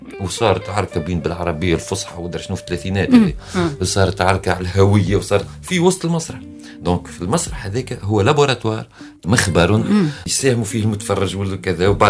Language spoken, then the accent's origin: Arabic; Tunisia; أنا مسرحي تونسي